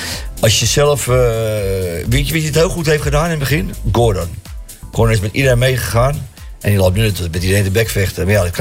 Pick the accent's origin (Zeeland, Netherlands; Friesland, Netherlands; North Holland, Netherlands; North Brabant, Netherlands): North Holland, Netherlands; Amsterdam; Ik kom uit de Jordaan en ik ben alleen maar op straat opgevoed.